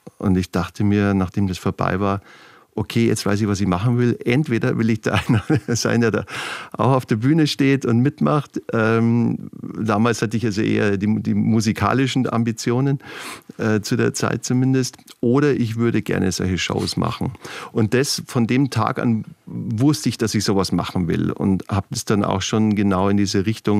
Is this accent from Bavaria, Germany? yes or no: yes; Munich, Bavaria, Germany; also ich bin in München groß geworden